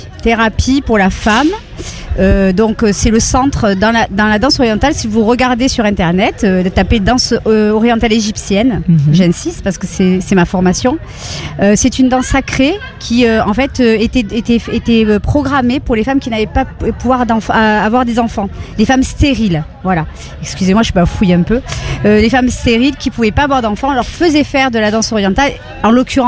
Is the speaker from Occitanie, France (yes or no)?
yes; Toulouse, Occitanie, France; born there; now in Nice, France; Donc, je suis née à Toulouse et j'ai rencontré l'amour à Nice. Donc, ça fait 30 ans que je suis à Nice.